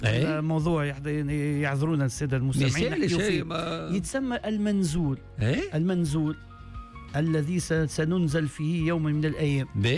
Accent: Bizerte, Bizerte Governorate, Tunisia; born there; now in Testour, Tunisia; عام 72 الوالده ولدتني في مستشفى بنزرت, مولود في بنزرت.

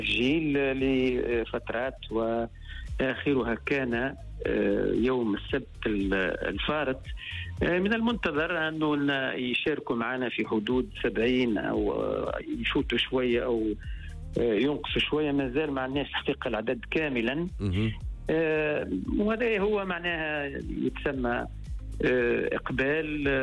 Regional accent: Tunisia

